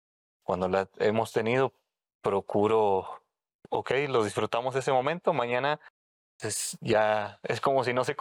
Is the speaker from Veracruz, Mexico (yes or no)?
no; Monterrey, Nuevo León, Mexico; Yo soy de Monterrey.